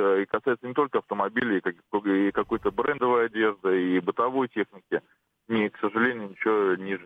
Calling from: Saint Petersburg, Russia; Я из Петербурга.

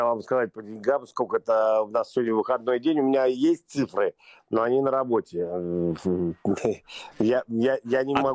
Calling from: Armenia; Я говорю из Армении.

